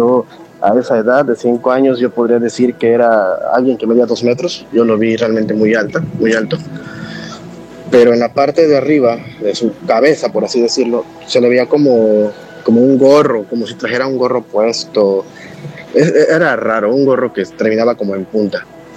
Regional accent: Veracruz, Mexico; Hola, Gina y Nacho. … soy de Veracruz.

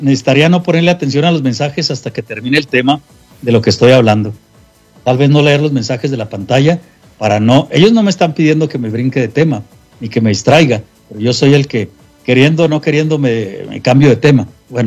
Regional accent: Mexico; siento como mexicano

